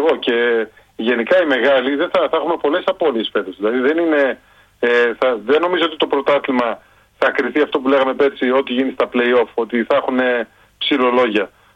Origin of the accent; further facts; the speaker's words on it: Greece; σαν Έλληνες